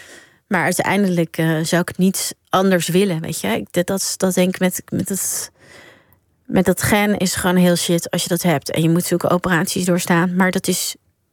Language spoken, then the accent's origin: Dutch; Nieuwegein, Utrecht, Netherlands; Nee, ik kom ook uit Nieuwegein oorspronkelijk.